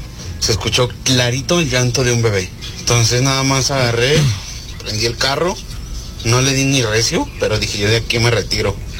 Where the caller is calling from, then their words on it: Zacatecas, Mexico; soy de Zacatecas.